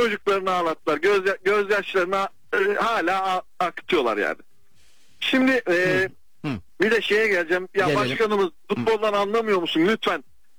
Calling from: Bursa, Turkey; Bursa'dan

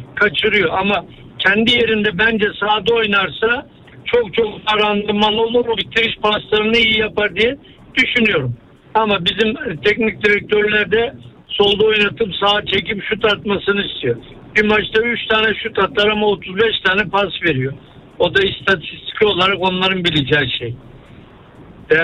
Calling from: Istanbul, Turkey; Merhabalar Çağatay Bey. Ben İstanbul'dan arıyorum.

